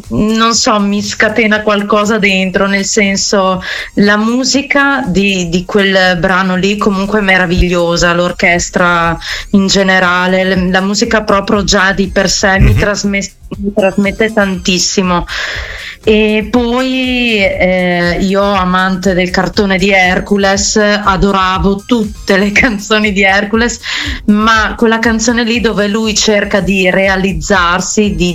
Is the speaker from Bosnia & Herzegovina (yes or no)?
no; Castellarano, Emilia-Romagna, Italy; Io sono di Castellarano, provincia di Reggio Emilia.